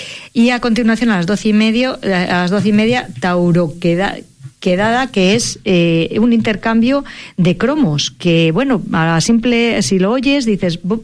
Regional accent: Medina del Campo, Castile and León, Spain

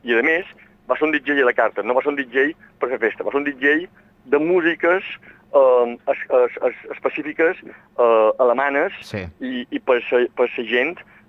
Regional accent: Balearic Islands, Spain; som veïnat de Vinyaraix

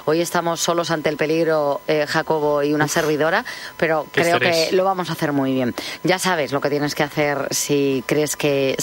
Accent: Madrid, Community of Madrid, Spain; porque yo soy de Madrid, soy un poco de secano, ya.

